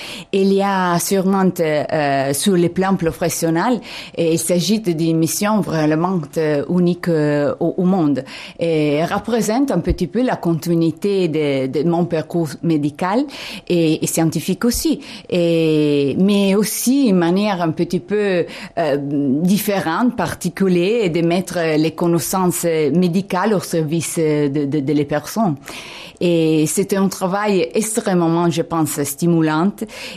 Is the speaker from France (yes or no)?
no; Italy; Oui, je suis italienne.